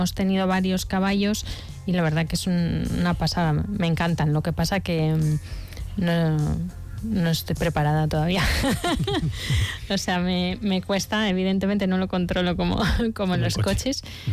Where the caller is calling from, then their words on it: Irún, Basque Country, Spain; somos de Irún, San Sebastián, Guipúzcoa